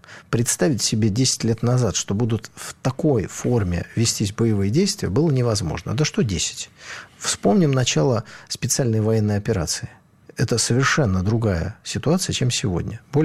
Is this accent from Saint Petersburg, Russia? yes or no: yes; Saint Petersburg, Russia; Вот я ленинградец.